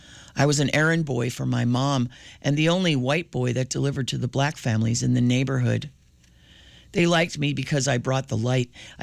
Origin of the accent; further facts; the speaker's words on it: Belle Harbor, New York, United States; born there; I was born in Bell Harbor, Queens, in 1933